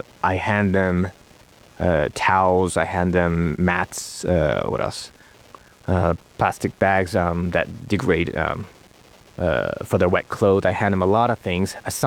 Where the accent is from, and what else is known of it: Kyushu, Japan; now in United States